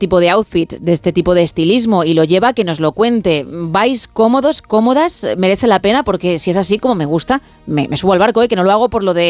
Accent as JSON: {"language": "Spanish", "country": "Italy", "said": "¿Eres de allí como yo de Italia?"}